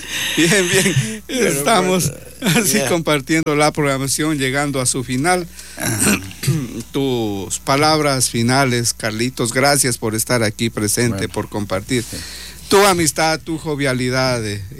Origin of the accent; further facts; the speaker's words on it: Changaimina, Loja, Ecuador; yo soy lojano, soy ecuatoriano, y esa es mi identidad. Soy, como dijeron, cholito de Changaimina. Así soy, seré y así moriré, porque ese con orgullo que llevo.